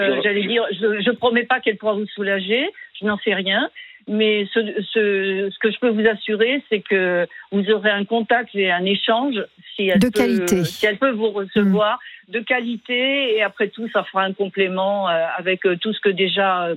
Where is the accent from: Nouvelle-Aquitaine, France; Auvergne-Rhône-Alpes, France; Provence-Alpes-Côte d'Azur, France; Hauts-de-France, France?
Nouvelle-Aquitaine, France; Sarlat; monsieur qui est de Gramat, voilà, moi je suis de Sarlat, ouais.